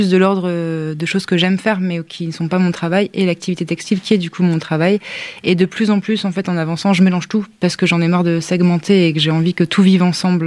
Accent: northern France, France; Moi je viens du nord de la France et du coup je pense que les peintres flamands m'ont bien inspirée aussi

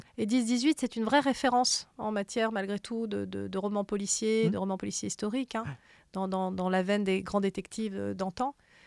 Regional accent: Langogne, Occitanie, France; moi j'ai grandi, tu sais, en Lozère, à Langogne

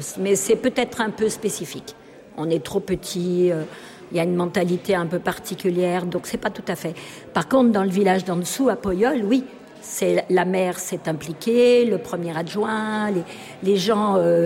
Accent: Jonchères, Auvergne-Rhône-Alpes, France; je viens de Jonchère.

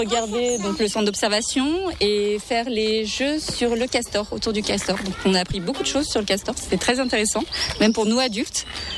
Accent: Condrieu, Auvergne-Rhône-Alpes, France; je suis de Condrieu. Donc je suis originaire de Condrieu, donc je viens régulièrement.

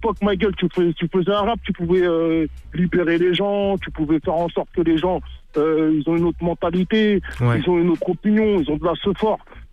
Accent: Senegal; moi, chez moi, au Sénégal

